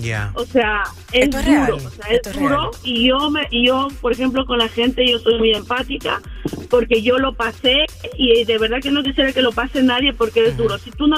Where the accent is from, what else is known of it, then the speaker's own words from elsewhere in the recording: Spain; moved away; Entonces, bueno, yo vengo de España, es verdad que hay muchos protocolos